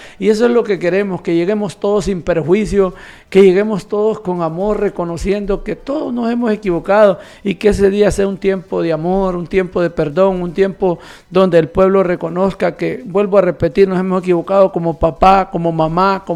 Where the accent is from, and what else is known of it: Honduras